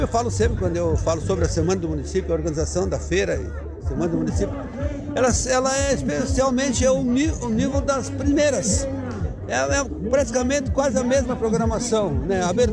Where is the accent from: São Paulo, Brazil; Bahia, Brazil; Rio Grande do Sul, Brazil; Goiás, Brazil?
Rio Grande do Sul, Brazil; Dona Francisca; eu sou franciscano, tanto do Alforno quanto do REC, nós somos franciscanos aqui, nascemos aqui, eu me criei aqui na Francisca, sou apaixonado pela minha cidade.